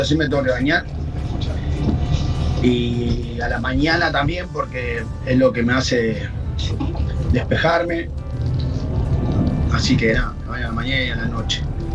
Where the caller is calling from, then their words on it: Gregorio de Laferrere, Buenos Aires Province, Argentina; de Gregorio de Aferrer.